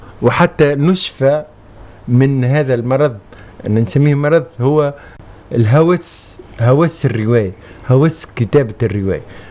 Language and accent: Arabic; Tunisia; عندنا في تونس